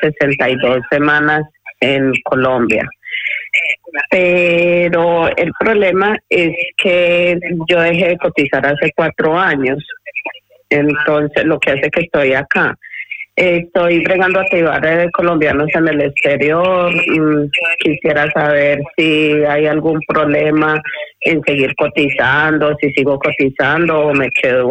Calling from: Ávila, Castile and León, Spain; de Ávila.

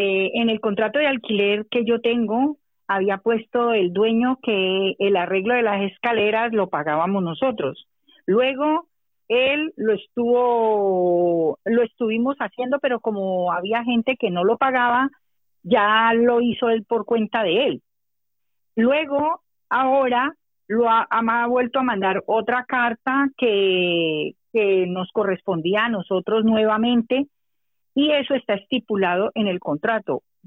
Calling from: Madrid, Community of Madrid, Spain; de Puente Vallecas.

